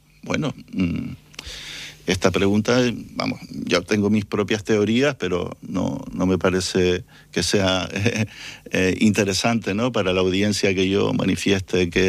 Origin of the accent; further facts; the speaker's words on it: Canary Islands, Spain; Pero nosotros como canarios, a mí me interesa resaltar esta cuestión.